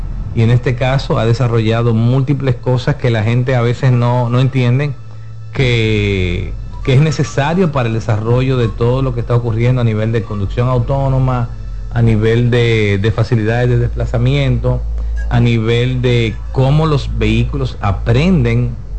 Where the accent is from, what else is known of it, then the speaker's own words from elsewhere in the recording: Dominican Republic; para todos nosotros como dominicanos